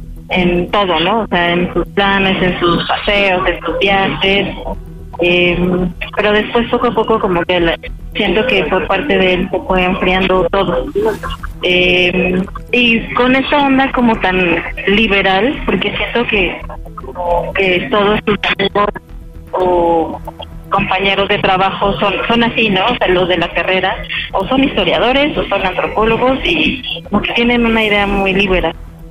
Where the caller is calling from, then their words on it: Mexico City, Mexico; 38 años y de la alcaldía Benito Juárez.